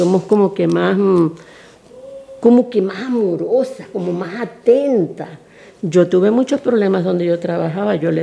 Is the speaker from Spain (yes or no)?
no; Venezuela; now in Chile; En mi país yo soy venezolana.